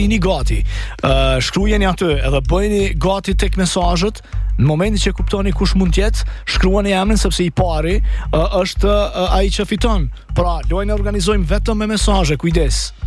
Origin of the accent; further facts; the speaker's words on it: Kosovo; Unë jam zhifen nga Kosovë.